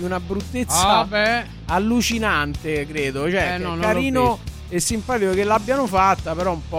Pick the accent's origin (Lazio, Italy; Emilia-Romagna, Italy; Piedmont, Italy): Lazio, Italy; Rome; born there; sono nato a Roma